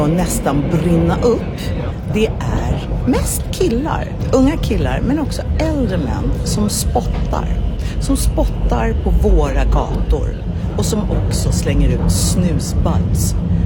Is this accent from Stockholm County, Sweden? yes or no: yes; Stockholm, Stockholm County, Sweden